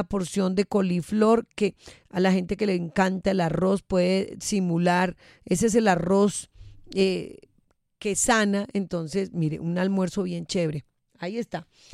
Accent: Boyacá, Colombia; Se van para Boyacá, mi tierra querida.

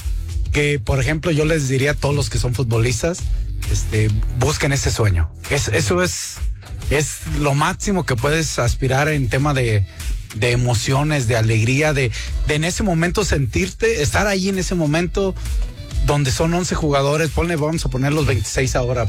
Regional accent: Mexico; nos identifica como mexicanos

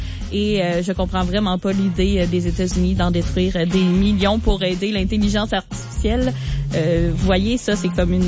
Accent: Quebec, Canada; ici chez nous au Québec.

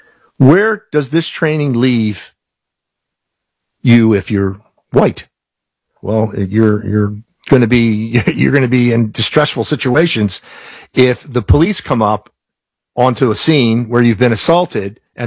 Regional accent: Ireland; born there; moved away; I'm Irish born, so a lot of times when I visit, I go back to Ireland often.

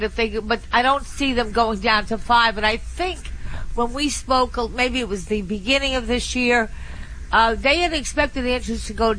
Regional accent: New York City, New York, United States; But most people that I know, and I'm a New Yorker, they're like maybe saying, okay, I'm going to buy something here.

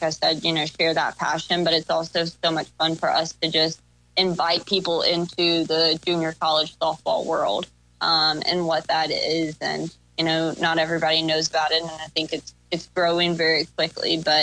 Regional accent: South Carolina, United States; moved away; I grew up in South Carolina, and so a little bit more Baptist myself

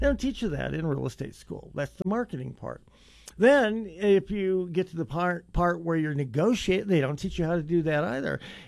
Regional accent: Wyoming, United States; born or raised there; now in Colorado, United States

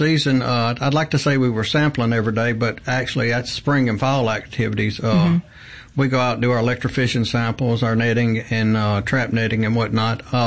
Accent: Greenville, Mississippi, United States; I was born in Greenville, Mississippi, spent my youth up on Lake Ferguson, moved to Jackson, graduated high school, went to Mississippi College for my undergraduate

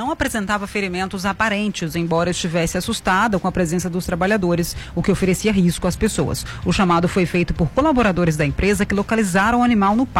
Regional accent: Minas Gerais, Brazil; Lá na minha região, lá na região do Alto Paranaíba de Minas Gerais, tá?

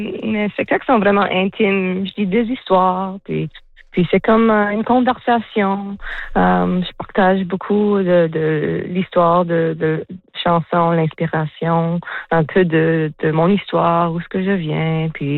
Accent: Campbellton, New Brunswick, Canada; born there; French is a second language; now in Nova Scotia, Canada; Je suis née au nord du Nouveau-Brunswick, une petite place appelée Campbellton. Je vis à Nouvelle-Écosse maintenant, mais j'étais née dans une famille bilingue, ma mère est acadienne. Mais quand j'ai déménagé à Nouvelle-Écosse, j'ai perdu beaucoup de mon français.

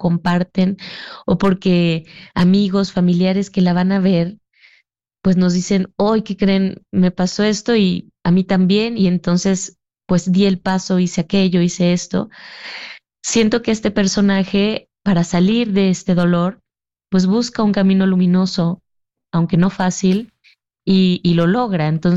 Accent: Mexico; Aquí en México, pues tuvimos esta respuesta y sentíamos esta afinidad, somos mexicanos, vivimos las mismas realidades.

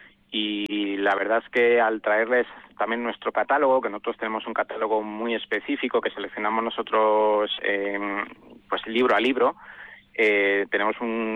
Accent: Villamayor de Santiago, Castilla-La Mancha, Spain; moved away as an adult; now in Bilbao, Spain; yo soy de Villamayor de Santiago, de la zona de La Mancha

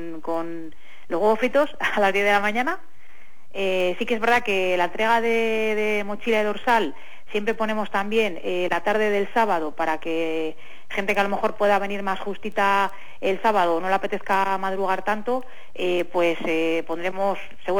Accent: Spain; yo soy de Medina

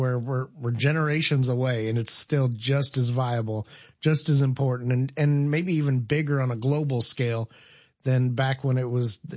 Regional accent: Decatur, Illinois, United States

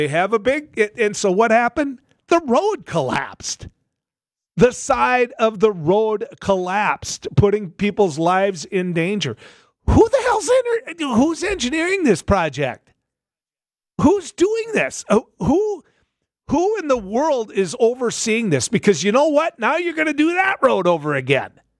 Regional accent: North Dakota, United States; In my home state, the state of North Dakota

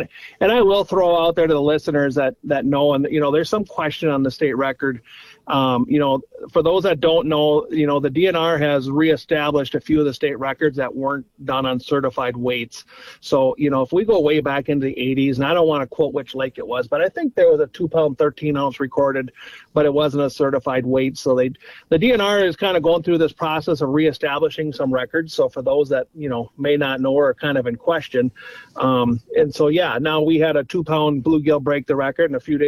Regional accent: United States; I grew up on Big Stone Lake

